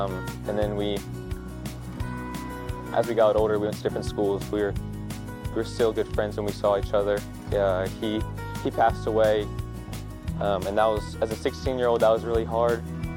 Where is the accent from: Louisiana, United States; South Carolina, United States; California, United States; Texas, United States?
Louisiana, United States; I'm from Louisiana, really close, big family. It was a blessing growing up.